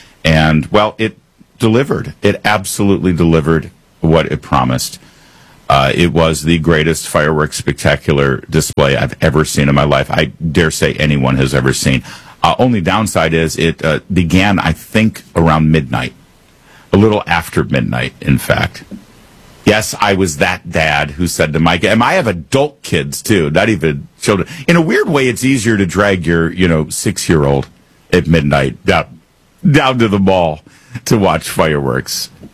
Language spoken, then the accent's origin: English; United States; And it was air-conditioned because we're American, damn it.